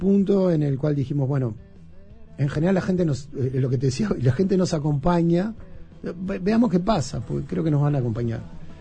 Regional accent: Montevideo, Uruguay; Yo vivía cerca de ahí. Como niño me crié en Villa Dolores. y íbamos mucho al zoológico y al planetario.

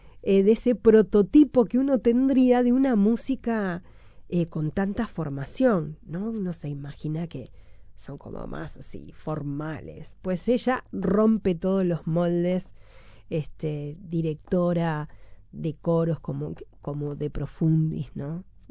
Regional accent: Uruguay; nosotros venimos de Uruguay

